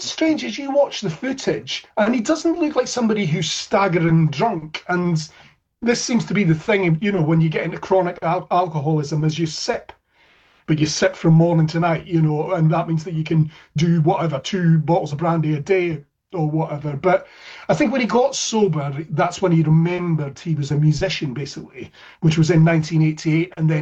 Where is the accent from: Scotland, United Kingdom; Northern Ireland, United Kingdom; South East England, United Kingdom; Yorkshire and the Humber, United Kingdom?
Scotland, United Kingdom